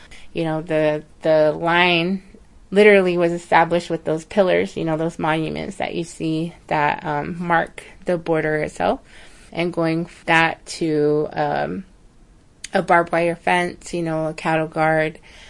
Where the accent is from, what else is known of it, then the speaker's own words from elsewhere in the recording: Arizona, United States; now in Tucson, United States; I come from the Thonotham Nation. And … Translated, that means Milky Way Light. And I'm a member of the Thonotham Nation